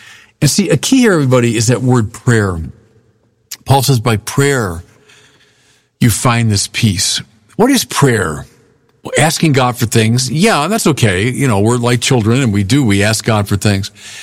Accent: Chicago, Illinois, United States; I'm from Chicago, like Lake Michigan, which is like inland sea.

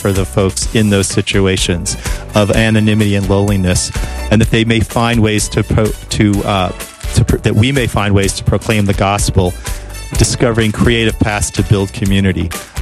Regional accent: Oakland, New Jersey, United States; I grew up in Oakland, New Jersey.

